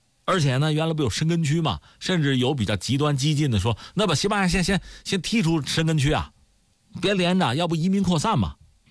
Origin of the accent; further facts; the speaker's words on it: China; 那你看我们中国人呢，有自己一套逻辑，比如我们要讲落叶归根啊，我们讲家国情怀